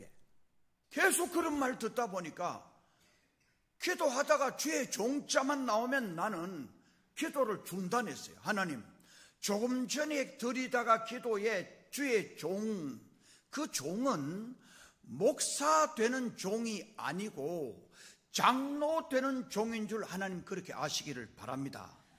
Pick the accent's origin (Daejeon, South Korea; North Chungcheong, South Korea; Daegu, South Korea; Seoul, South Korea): North Chungcheong, South Korea; moved away; also born or lived in Pohang; 제 고향은 또 바로 여기 대소면 송동이 제 고향이에요. 포항에서 안수를 받고 포항서 목회하고 포항서 작년 연말에 은퇴하고